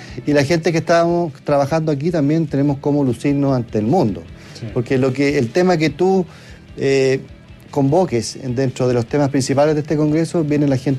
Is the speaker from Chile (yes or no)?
yes; Chile